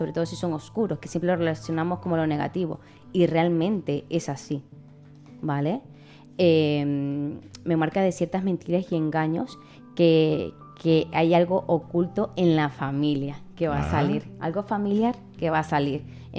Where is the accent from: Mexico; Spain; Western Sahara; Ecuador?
Ecuador; moved away; yo soy de ecuatoriana, mi familia está en Ecuador